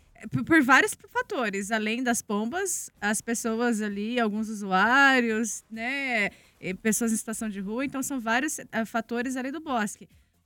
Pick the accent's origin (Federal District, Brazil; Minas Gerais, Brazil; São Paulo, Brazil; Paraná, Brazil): Paraná, Brazil; Apucarana; now in Londrina, Brazil; eu vim de Apucarana. Na Apucarana, a situação de pombos também, de andorinhas